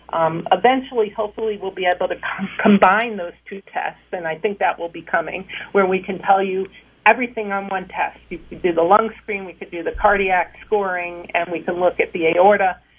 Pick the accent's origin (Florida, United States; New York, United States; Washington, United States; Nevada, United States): New York, United States; moved away; I grew up in Manhattan